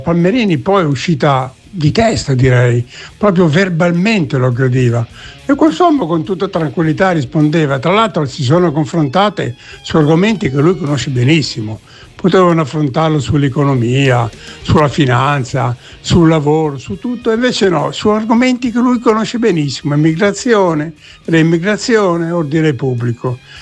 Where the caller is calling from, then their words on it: Milan, Lombardy, Italy; da Milano.